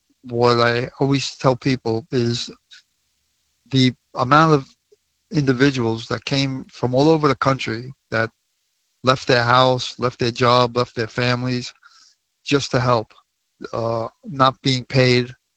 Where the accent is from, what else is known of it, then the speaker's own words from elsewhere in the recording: Brooklyn, New York, United States; I knew people from my neighborhood growing up in Brooklyn